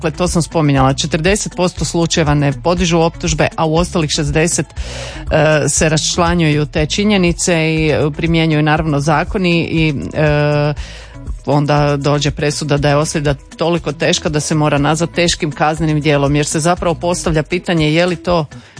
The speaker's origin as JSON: {"language": "Croatian", "country": "Croatia", "said": "ako si kod nas u Hrvatskoj"}